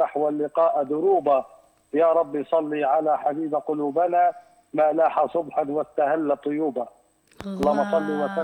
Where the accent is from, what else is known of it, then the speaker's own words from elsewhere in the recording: Libya; نتمنى إن شاء الله يا رب يعم السلام على بلادنا ليبيا الحبيبة ونيهدي شبابنا